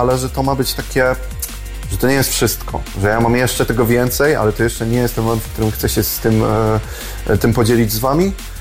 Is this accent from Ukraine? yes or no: no; Kruszwica, Kuyavian-Pomeranian Voivodeship, Poland; Dokładnie tak, do korzeni gruszy kruszwickiej.